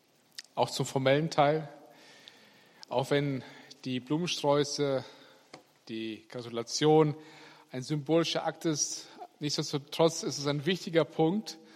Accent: Germany; Wir sind ja Deutsche, wir lieben Ordnung.

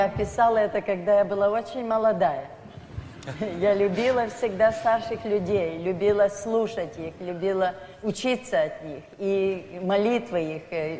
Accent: Russia; born there; moved away; also born or lived in Israel

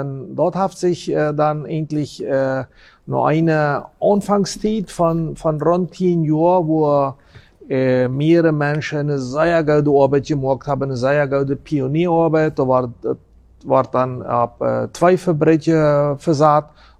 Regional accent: Friesland, San Pedro, Paraguay; also born or lived in Chaco; Also, ich komme ursprünglich aus Friesland.

